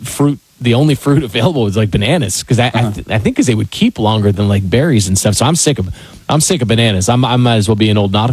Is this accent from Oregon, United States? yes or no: no; Vienna, Virginia, United States; moved away